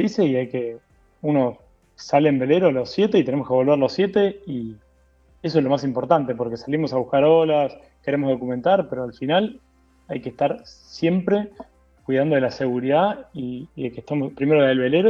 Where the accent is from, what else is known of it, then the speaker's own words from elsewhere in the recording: Buenos Aires, Argentina; Somos de las afueras de la costa. Buenos Aires.